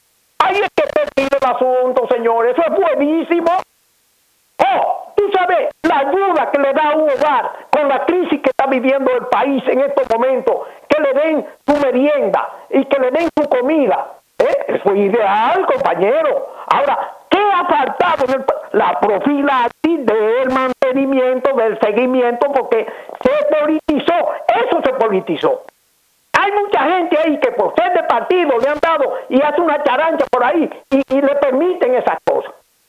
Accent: Dominican Republic; now in Puerto Plata, Dominican Republic; lo que daña en mi país todo es la jodida corrupción

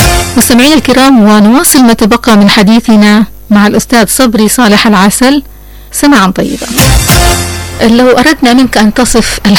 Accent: Hadramaut, Yemen; accent: Hadrami; إن كمان نقول بلهجتنا الحضرمية حبابتي

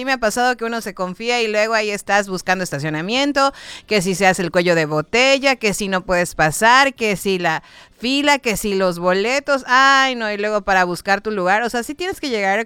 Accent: Yucatán, Mexico; ya las personas que somos de aquí, de Yucatán, estábamos acostumbradas a llegar a todas partes en 10, 15 minutos

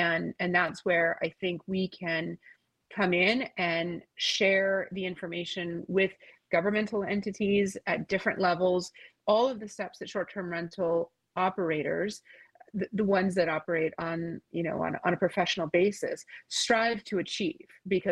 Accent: Ottawa, Ontario, Canada; I'm originally from Ottawa, the Children's Hospital of Eastern Ontario. That was where my mom was a nurse.

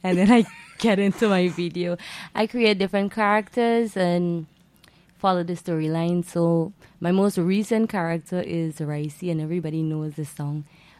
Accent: Mabaruma, Barima-Waini, Guyana; Yes, I'm from Region 1.

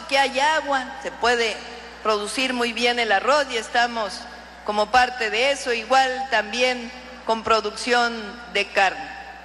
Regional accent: Mexico

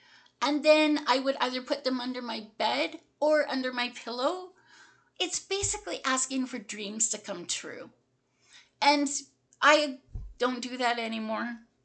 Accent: British Columbia, Canada; born there; All right, so I was born on the Lower Mainland of British Columbia. So 4 hours from here, something like that.

